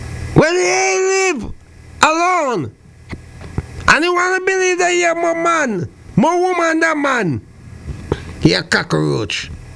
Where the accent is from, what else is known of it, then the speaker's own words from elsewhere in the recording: St. Vincent & Grenadines; now in Antigua and Barbuda; St. Vincent and the Grenadines is my hometown.